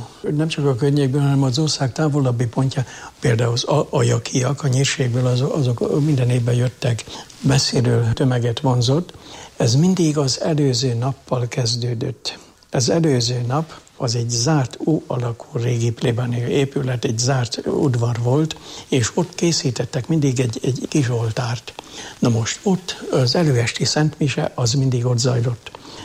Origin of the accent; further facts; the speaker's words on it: Jászárokszállás, Jász-Nagykun-Szolnok, Hungary; moved away as an adult; now in Jászberény, Hungary; Szülőhazám Jászárokszállás